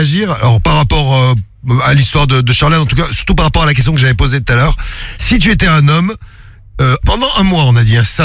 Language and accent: French; Marseille, Provence-Alpes-Côte d'Azur, France